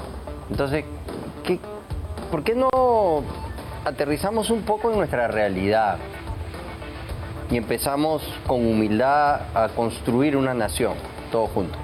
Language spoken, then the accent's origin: Spanish; Peru